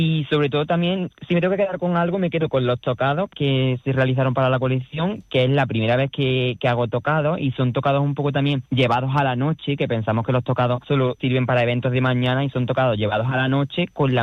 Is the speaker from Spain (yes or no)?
yes; Obejo, Andalusia, Spain; un patio andaluz que se encuentra en mi pueblo, en Ovejo